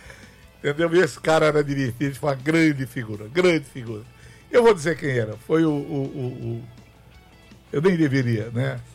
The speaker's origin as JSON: {"language": "Portuguese", "town": "Fortaleza", "region": "Ceará", "country": "Brazil", "tie": "born there", "said": "eu não sou europeu. E nem podia, um sujeito nascido no Mucuripe não pode ser da Europa."}